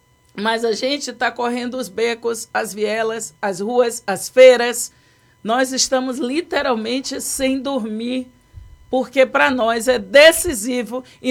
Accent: Nazaré, Bahia, Brazil; Eu cresci em Nazaré das Farinhas, no Recôncavo Baiano. Eu vivi até... Eu fui para o trabalho com 9 anos de idade.

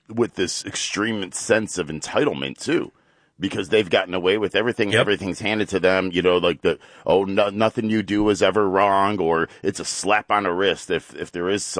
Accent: Garfield Heights, Ohio, United States; I grew up in Garfield Heights.

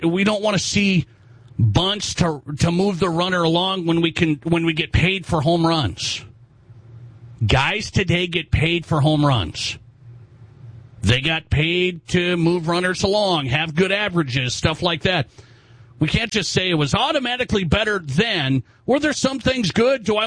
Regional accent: Montana, United States; I think I played wiffle ball back in the day in my hometown of Montana

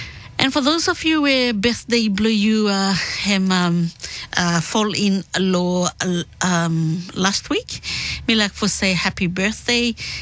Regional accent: Rennell and Bellona, Solomon Islands; I might be from Renal Bellona. I might be a Polynesian, but my passport stated that I am a Melanesian because me come from the Solomon Islands.

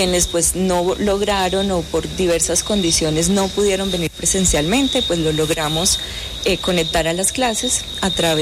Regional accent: Pereira, Risaralda, Colombia

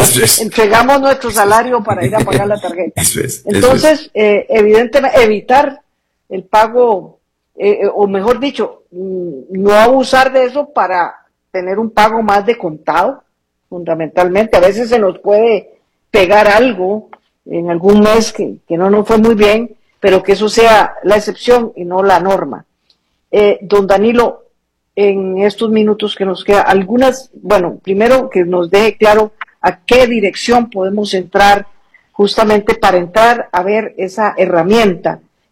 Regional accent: Costa Rica

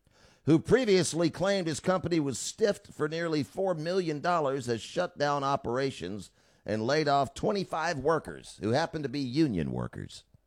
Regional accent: Atlanta, Georgia, United States; And I thought, because he was from Georgia and I was from Atlanta, that it was a great thing, right?

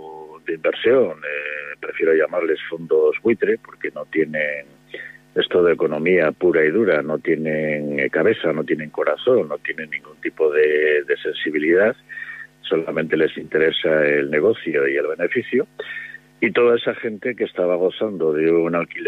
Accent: Spain

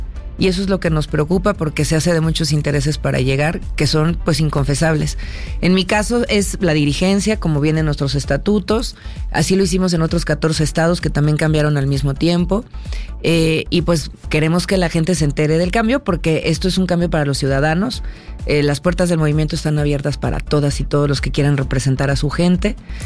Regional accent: Querétaro, Mexico; born there; En mi caso, yo nací en Querétaro. Creo que represento lo mejor de los dos mundos queretanos, que son quienes nacimos ahí, que sentimos mucho orgullo

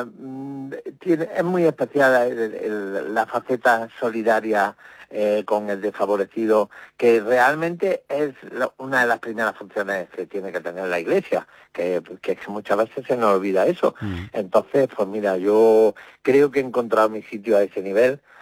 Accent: Marmolejo, Andalusia, Spain; yo estreno en mi tierra, y además le tengo mucho cariño a Marmolejo

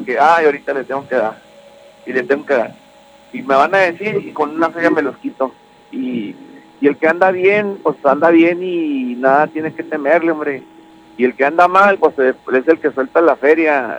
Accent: Valle de Juárez, Chihuahua, Mexico; yo soy vallejuarense 100%, yo nací en el Valle de Juárez y pago mis impuestos mexicanos y pago impuestos americanos

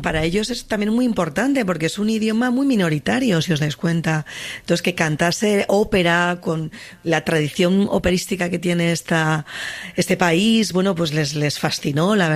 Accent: Spain; sonreído cuando he dicho que era española. Nunca jamás me han puesto mala cara.

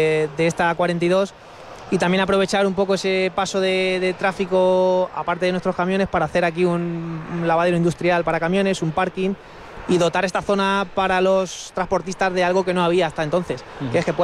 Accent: Toledo, Castilla-La Mancha, Spain; Yo soy de Toledo, capital.

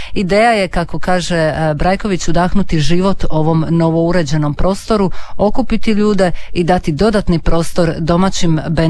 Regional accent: Split, Split-Dalmatia County, Croatia; now in Zadar, Croatia; ja sam inače iz Splita

